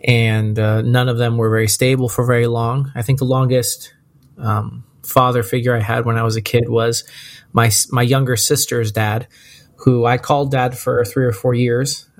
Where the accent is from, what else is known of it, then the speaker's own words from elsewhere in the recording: Oregon, United States; Yeah, I grew up in the Northwest of the United States, in Oregon, and it's hard to even answer the question. We moved a lot.